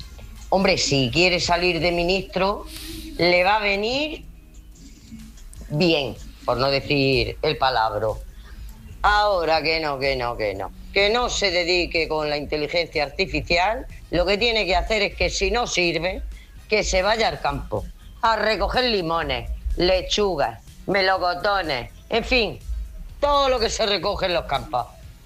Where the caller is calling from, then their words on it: Murcia, Region of Murcia, Spain; de Murcia.